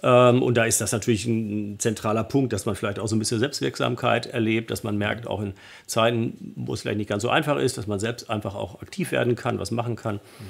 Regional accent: Hamm, North Rhine-Westphalia, Germany; Aus meiner Heimatstadt Hamm, die liegt so am Rande der Soester Börde, da haben wir schon relativ hohe Bodenzahlen.

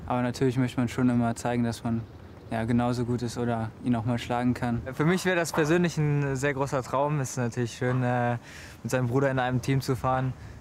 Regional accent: Cologne, North Rhine-Westphalia, Germany; Ich denke, das kann man als Kölner fast schon mit einer Tour de France-Etappe gleichstellen.

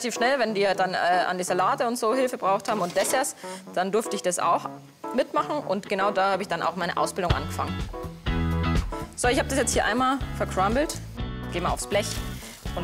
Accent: Bavaria, Germany; also born or lived in Landshut; Also in Niederbayern. Ich bin gebürtig aus Landshut und eine halbe Stunde vor Landshut aufgewachsen.

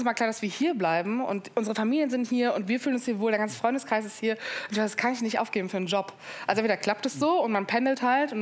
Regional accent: Cologne, North Rhine-Westphalia, Germany; born there; Ja, ich bin ja Köln-Patriotin. Ich bin in Köln-Kalk geboren und werde aus dieser Stadt nie gehen, außer man zerrt mich hier raus.

